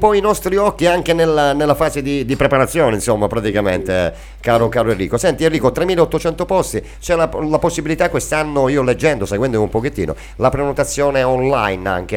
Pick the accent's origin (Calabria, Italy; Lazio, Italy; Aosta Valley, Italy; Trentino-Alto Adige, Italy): Calabria, Italy; la nostra terra, la nostra Calabria